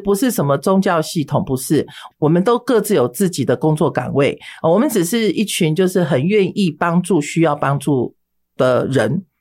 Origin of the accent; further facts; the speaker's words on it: Taiwan; 我父母都是外省人，都是外省，都是大陆人哈。好，那我是出生在台湾的外省的第二代。那么我们从小从出生在眷村里面是没有在拿香拜拜的